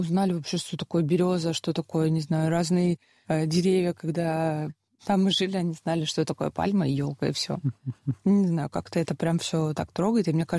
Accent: Russia; born there; moved away; also born or lived in Spain; Вот я как русская родилась в России

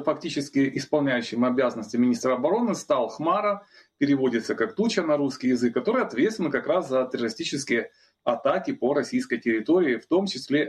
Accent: Kyiv, Ukraine; Я, как киевлянин, могу сказать

